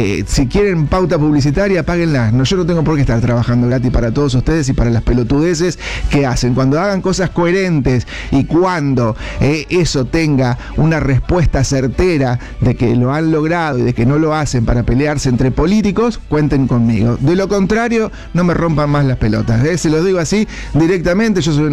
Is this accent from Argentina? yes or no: yes; Argentina; Como cuando se juega el mundial y somos todos argentinos.